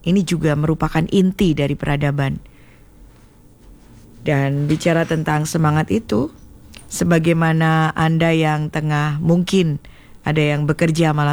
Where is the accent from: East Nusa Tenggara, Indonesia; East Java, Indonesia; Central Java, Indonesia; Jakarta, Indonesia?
East Java, Indonesia; kita warga Tapal Kuda itu sejak dulu dikenal sebagai masyarakat dengan watak pekerja keras.